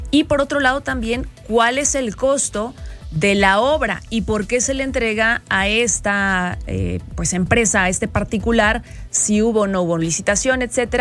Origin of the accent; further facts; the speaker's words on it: Mexico; prácticamente México es el anfitrión, pero los menos invitados somos los mexicanos.